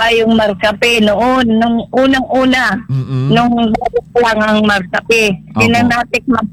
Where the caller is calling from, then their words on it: Gumaca, Quezon, Philippines; Taga Gumaka po ako, Progreso.